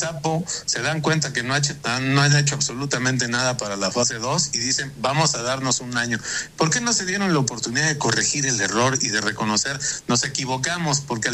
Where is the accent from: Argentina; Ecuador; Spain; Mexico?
Mexico; yo creo que tenemos que hacer un gran propósito como mexicanos